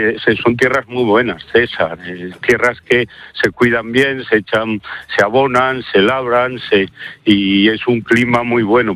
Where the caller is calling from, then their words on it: Villalpando, Castile and León, Spain